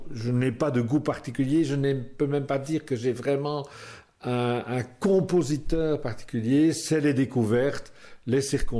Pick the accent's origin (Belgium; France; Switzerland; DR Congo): Belgium; Flanders; born there; now in Namur region, Belgium; Alors, je suis né en Flandre, mais dans une famille francophone, je dirais une famille aisée. Donc, j'ai fait une partie de mes études en néerlandais.